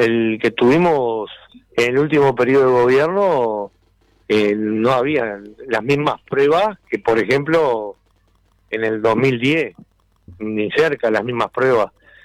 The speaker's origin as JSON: {"language": "Spanish", "region": "Florida", "country": "Uruguay", "said": "Yo soy de Florida"}